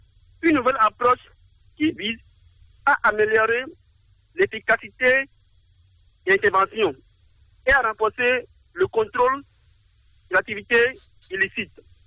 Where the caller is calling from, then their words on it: Cotonou, Littoral, Benin; Je vous appelle depuis Kadi, à Cotonou.